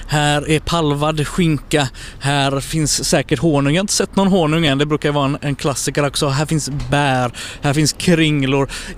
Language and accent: Swedish; Gothenburg, Västra Götaland County, Sweden; Jag är från Göteborg.